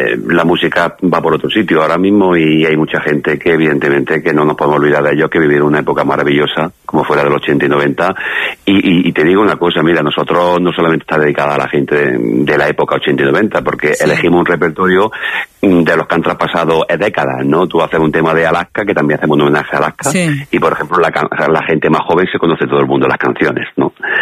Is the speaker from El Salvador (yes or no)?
no; Jaén, Andalusia, Spain; somos de Jaén